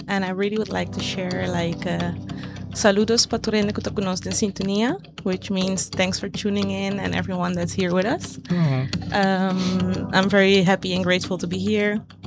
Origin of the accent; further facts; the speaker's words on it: Netherlands; also born or lived in Curaçao; especially growing up in the Netherlands.